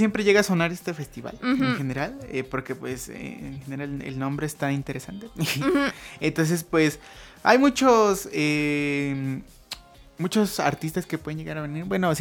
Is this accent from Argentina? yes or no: no; Mexico; somos mexicanos en general